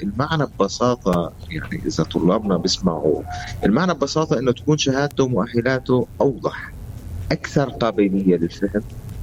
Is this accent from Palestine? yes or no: yes; Palestine; وبالتالي وجود المكتب عندنا في فلسطين بيعني لنا شيء كبير،